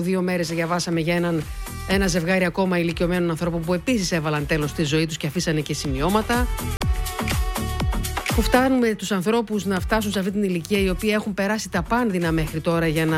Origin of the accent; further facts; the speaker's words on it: Greece; Σαν Ελληνίδα δεν με νοιάζει.